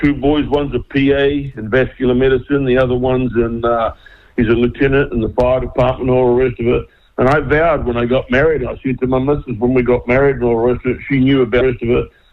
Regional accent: Porirua, Wellington, New Zealand; you and I grew up in Porirua, mate, and I was up in Kokiri up there in Champion Street.

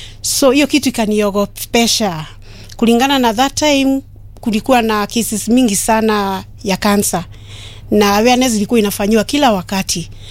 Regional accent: Githunguri, Kiambu County, Kenya; born there; mzariwa wa Kiambu, Githunguri, at a small village called Gateiguro, that is in Komothai location. Brought up in a family of 9.

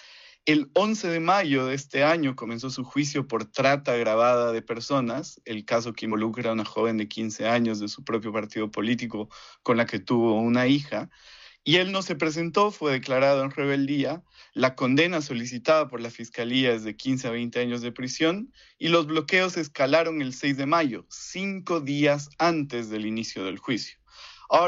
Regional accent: Bolivia; now in La Paz, Bolivia; Lo que los bolivianos queremos es paz

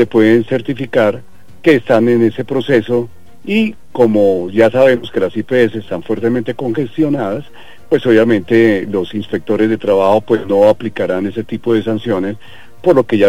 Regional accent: Cartagena, Bolívar, Colombia; hace días no voy para Cartagena. Yo soy cartagenero

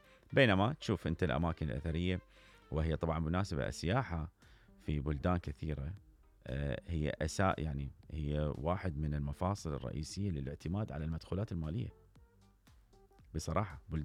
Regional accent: Iraq; اللي هي إحنا كمواطنين عراقيين مرات نقول نتخزى يعني شوي

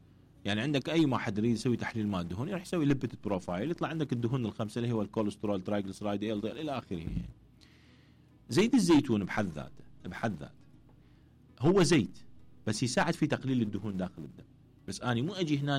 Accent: Iraq; احنا كمنطقه عراقيين

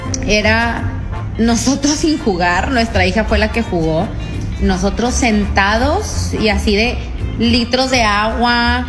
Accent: Tamaulipas, Mexico; Y nosotros somos de Tamaulipas.

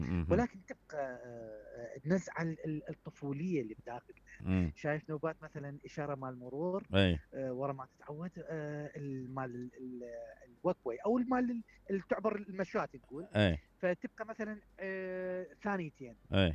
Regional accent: Iraq; بس بالنتيجة أحترم يعني بينو أنا عراقي في هذا الموضوع يعني أمانة.

